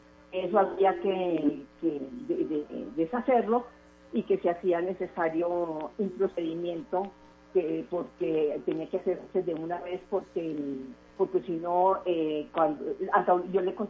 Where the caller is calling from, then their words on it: Bogotá, Bogotá D.C., Colombia; Acá en Bogotá.